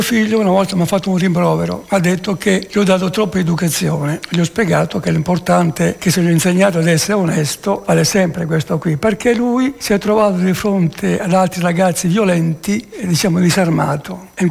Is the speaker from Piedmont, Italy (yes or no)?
no; Accadia, Apulia, Italy; now in Sorisole, Italy; Sorisole, provincia di Bergamo, ma sono originario di Accadia, che è in provincia di Foggia.